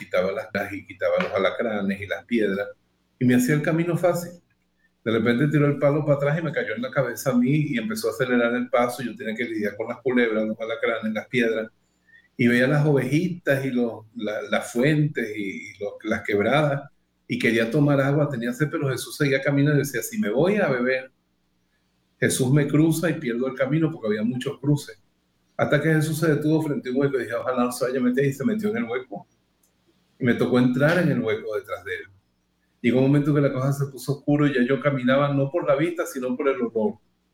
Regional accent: Venezuela; moved away; also born or lived in La Ceja, Antioquia, Colombia / Spain

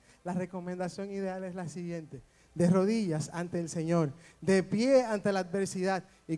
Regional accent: Dominican Republic; representando a mi tierra, la República Dominicana, la tierra del merengue

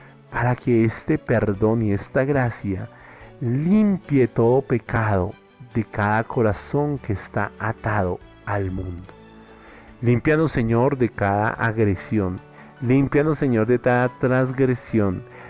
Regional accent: Colombia; Ten piedad de nosotros como colombianos.

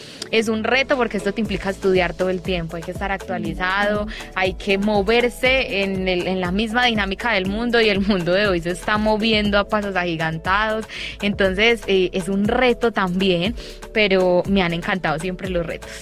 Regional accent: Medellín, Antioquia, Colombia; born there; Yo nací en Belén Rincón y desde hace 6 años soy catequista

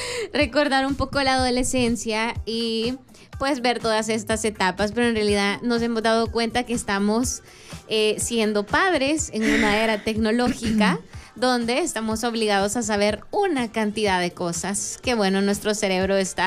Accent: El Salvador

